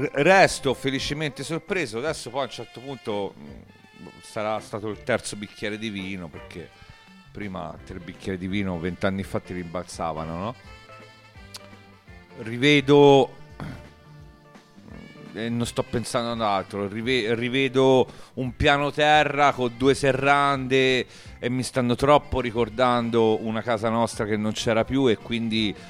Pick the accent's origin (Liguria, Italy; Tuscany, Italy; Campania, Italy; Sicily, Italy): Tuscany, Italy; now in Rome, Italy; Io da toscano ho provato a portare questa esperienza.